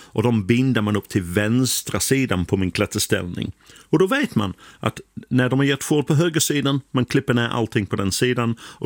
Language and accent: Swedish; England, United Kingdom; born or raised there; Swedish is a second language; now in Sweden